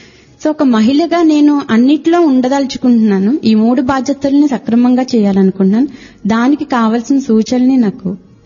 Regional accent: Visakhapatnam, Andhra Pradesh, India; సాయిరామ్ అండి … నేను విశాఖపట్నం నుంచి వచ్చాను.

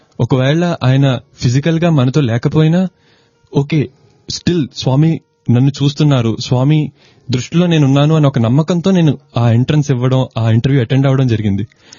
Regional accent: Visakhapatnam, Andhra Pradesh, India; శ్రోతలందరికీ సాయిరామ్ … నేను విశాఖపట్నం నుంచి వచ్చాను.

